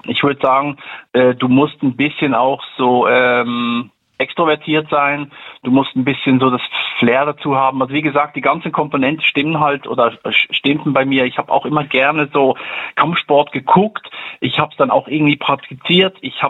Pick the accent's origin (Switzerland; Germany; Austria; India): Switzerland